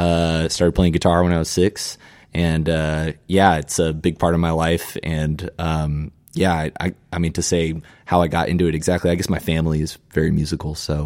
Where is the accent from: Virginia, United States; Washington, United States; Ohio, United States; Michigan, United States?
Washington, United States; Seattle; now in Port Townsend, United States; I was living in Seattle. I grew up in Seattle and had met these guys over just various musician friends and various experiences doing music. And then about 2.5 years ago, I moved to Port Townsend